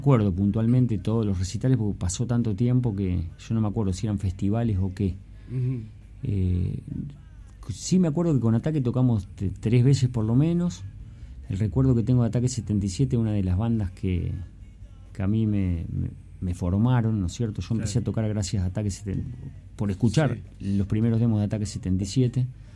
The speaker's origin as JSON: {"language": "Spanish", "town": "La Plata", "region": "Buenos Aires Province", "country": "Argentina", "said": "somos todos de barrios periféricos de la ciudad"}